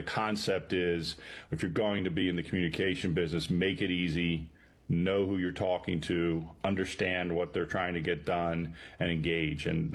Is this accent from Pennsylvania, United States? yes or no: yes; Bryn Mawr, Pennsylvania, United States; I'm from Bryn Mawr, Pennsylvania. I have 8 brothers and sisters. I am the youngest boy and second to youngest of the 8.